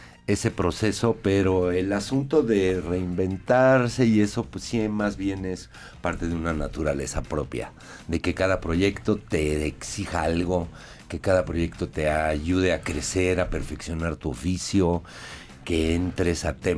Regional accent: Mexico City, Mexico; Sí, aquí he vivido siempre, aquí me eduqué y soy mexicano.

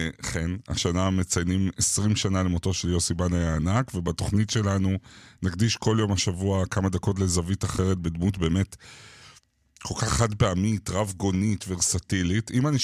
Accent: Ramat Gan, Tel Aviv District, Israel; אני רמת גני

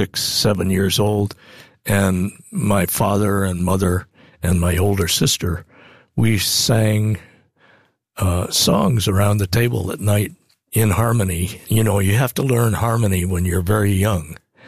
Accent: Falmouth, Maine, United States; also born or lived in Montreal / Fort Myers Beach, Florida; now in Florida, United States; Well, where I grew up was in Maine, Falmouth, Maine. But I found out that I've been living in Florida more years than I lived in Maine when I grew up.

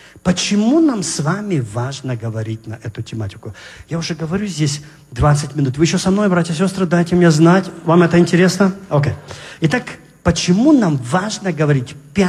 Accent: Kazakhstan; born there; Я родился в Казахстане, в маленькой деревне.

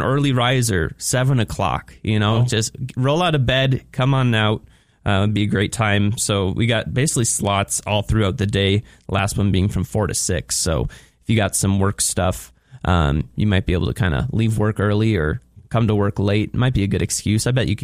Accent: Fargo, North Dakota, United States; Originally from Fargo, Moorhead.

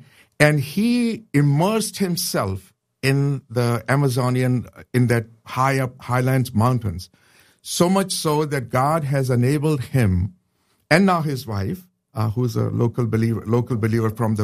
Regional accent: Pakistan; I said, I'm a Christian from Pakistan. And I teach at Moody.

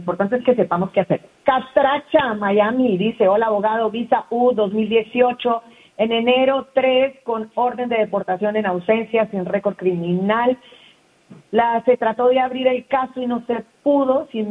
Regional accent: El Salvador; yo soy salvadoreño y me dieron el perdón de la deportación.

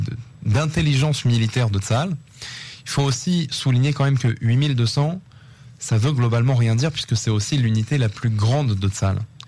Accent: France; now in Israel

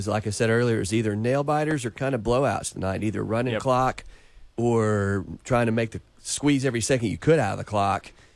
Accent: Bradley County, Tennessee, United States; I mean, I grew up in Bradley County. Bradley-Cleveland was always a huge rivalry as well

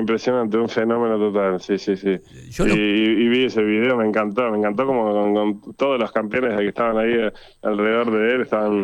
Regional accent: Argentina; moved away as an adult; now in Miami, United States; yo soy argentino de alma y corazón

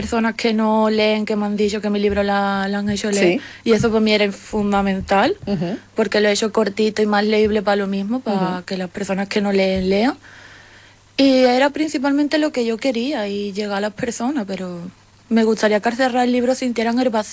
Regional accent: Morón de la Frontera, Andalusia, Spain

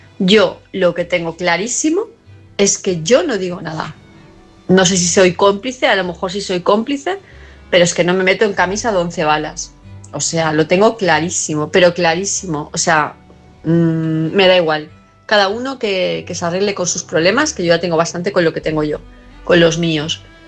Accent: Palma, Balearic Islands, Spain; de Palma de Mallorca, y este mensaje va para Alberto.

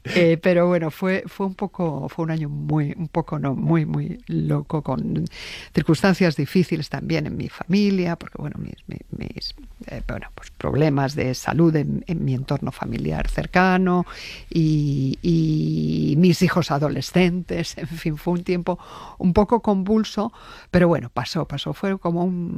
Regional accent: Spain; Nosotros, que somos los españoles muy malos aprendices de inglés y que con mucha facilidad, y de hablantes de lenguas extranjeras en general, y con mucha facilidad tomamos términos extranjeros

